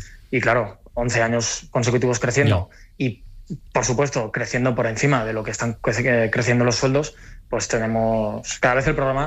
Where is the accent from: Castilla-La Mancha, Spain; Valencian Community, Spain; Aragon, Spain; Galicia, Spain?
Valencian Community, Spain; Altea; moved away as an adult; yo cuando empecé a estudiar, yo llegué de un pueblito de Alicante, de Altea, me fui a estudiar a Valencia